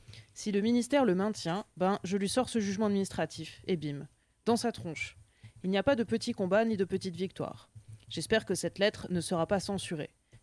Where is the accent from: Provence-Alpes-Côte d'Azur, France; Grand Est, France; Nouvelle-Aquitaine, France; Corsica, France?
Grand Est, France; Comme vous le savez, je suis de l'Alsace